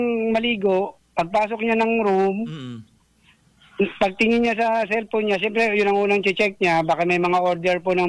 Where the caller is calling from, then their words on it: Palawan, Philippines; ako taga San Manuel